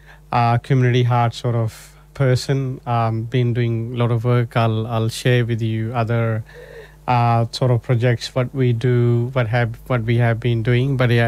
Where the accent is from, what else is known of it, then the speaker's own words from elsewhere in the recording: Chandigarh, India; moved away; I'm originally from India, north part of India. 250 km up north from New Delhi, and this beautiful place called Chandigarh.